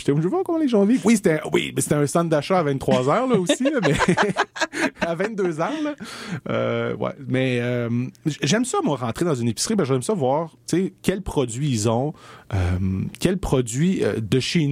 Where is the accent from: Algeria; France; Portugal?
Portugal; Puis je pense que je suis portugais, puis je sais pas, tu sais.